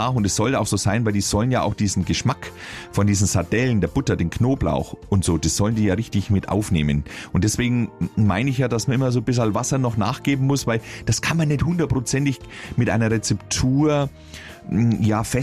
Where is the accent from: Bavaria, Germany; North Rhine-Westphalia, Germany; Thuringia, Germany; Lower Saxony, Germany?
Bavaria, Germany; ich würde sie nur deshalb nicht benutzen, weil ich sie als Franke nicht aussprechen kann.